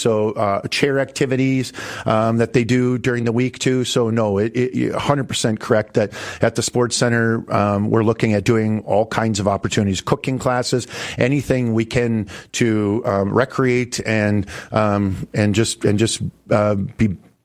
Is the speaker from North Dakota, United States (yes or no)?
yes; Fargo, North Dakota, United States; Because I grew up in North Fargo, and outside of school playgrounds, you had to try to get neighborhood parks into these developments